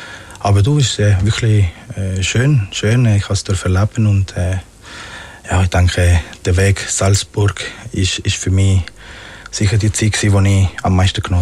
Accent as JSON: {"language": "German", "region": "Magdalena", "country": "Colombia", "tie": "born or raised there", "lives_now": "Switzerland", "said": "Ich bin auch ganz am Strand mit meinen Grosseltern aufgewachsen. In Parque Tayrona heisst es."}